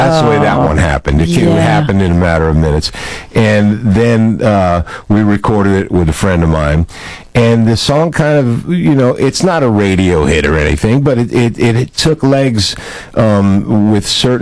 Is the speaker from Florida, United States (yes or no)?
yes; Florida, United States; moved away as an adult; also born or lived in California; I'm from Florida.